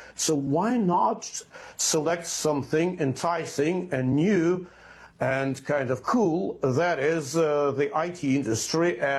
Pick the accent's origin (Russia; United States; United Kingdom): Russia; Moscow; born or raised there